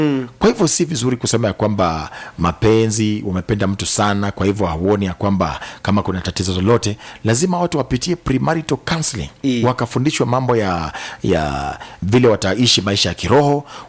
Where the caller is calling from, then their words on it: Waiya Kako, Makueni County, Kenya; Mtumishi wa Mungu, natoka Waiya Makako, Makueni, natoka Makueni.